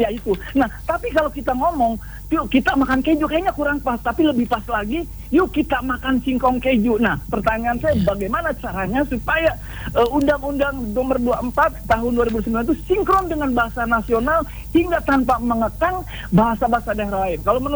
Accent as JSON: {"language": "Indonesian", "region": "West Java", "country": "Indonesia", "said": "Saya suku Sunda, istri Aceh."}